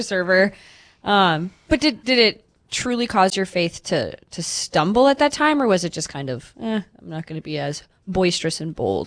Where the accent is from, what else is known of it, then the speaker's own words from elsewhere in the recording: Missoula, Montana, United States; born there; also born or lived in Dickinson; Have we had this conversation that I was born in Missoula?